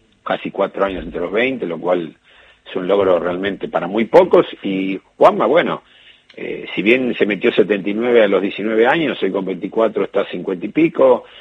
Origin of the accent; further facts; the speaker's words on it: Argentina; es una emoción no solamente para mí como padre, no, como entrenador, como argentino.